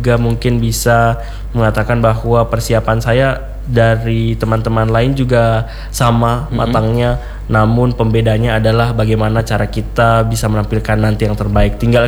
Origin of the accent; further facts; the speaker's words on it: South Sulawesi, Indonesia; Adapun langkah saya sebagai putra Nusantara Sulawesi Selatan dan Sulawesi Barat, yakni memilih teman-teman sejak kecil untuk melakukan berbagai kegiatan literasi.